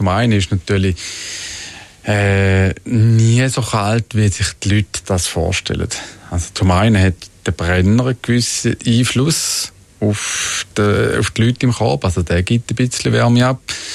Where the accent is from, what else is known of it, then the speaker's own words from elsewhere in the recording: Thurgau, Switzerland; Ich bin im Thurgau aufgewachsen